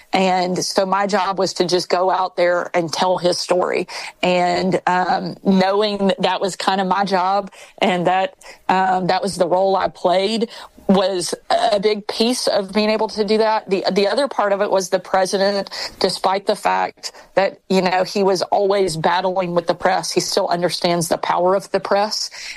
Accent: Arkansas, United States; I was born and raised in Arkansas. I love this state. This is home for us.

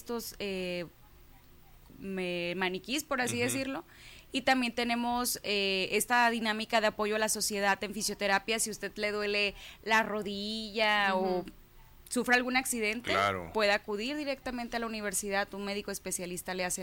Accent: Mexico

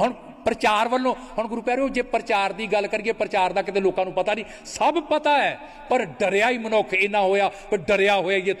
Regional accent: Punjab, India; ਮੇਰਾ ਕਪੂਰਥਲੇ ਦੇ ਲਾਗੇ ਪਿੰਡ ਹੈ, ਮੇਰਾ ਜ਼ਿਲ੍ਹਾ ਕਪੂਰਥਲਾ ਹੈ।

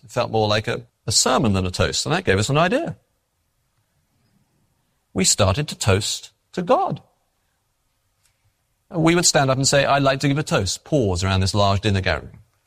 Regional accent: England, United Kingdom; I am an English Baptist. I'm going to tell you this story so you understand where I'm coming from in terms of my culture.

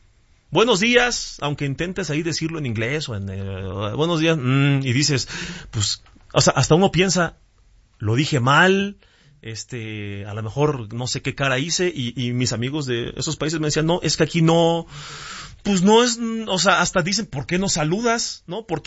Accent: Mexico

